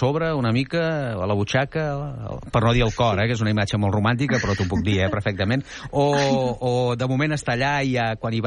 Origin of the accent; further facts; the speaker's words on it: Catalonia, Spain; Però vist com a catalana, aquesta capacitat d'assimilar